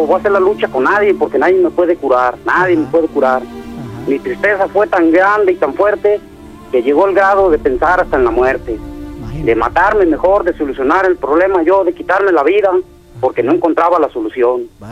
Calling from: Juanacatlán, Jalisco, Mexico; Le llamo de acá de Juanacatlán, Jalisco

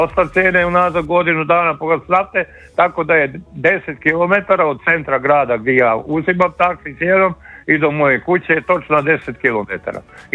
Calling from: Karlovac, Karlovac County, Croatia; Ja inače zovem pokraj Karlovca, iz Karlovca sam

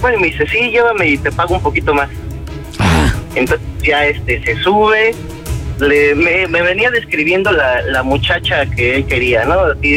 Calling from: Mexico City, Mexico; De aquí, de la Ciudad de México.

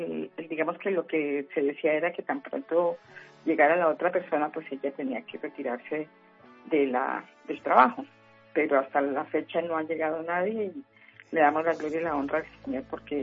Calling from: Bogotá, Colombia; Aquí en Bogotá

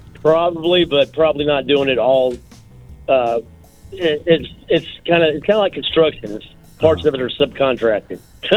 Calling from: Cocoa Beach, Florida, United States; in Cocoa Beach, Florida

